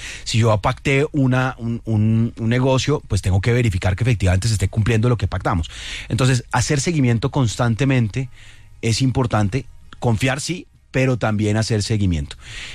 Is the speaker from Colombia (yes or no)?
yes; Colombia; nuestra identidad común como colombianos